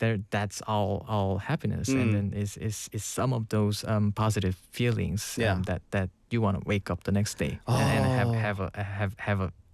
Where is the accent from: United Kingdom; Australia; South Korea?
South Korea; English is a second language; And after that, I didn't learn that much like in normal English that we learn in Korea.